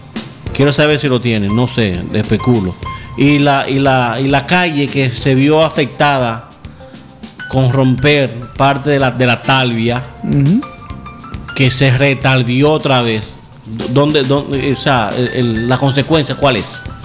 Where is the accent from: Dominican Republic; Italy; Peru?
Dominican Republic; en el ADN de nosotros como dominicanos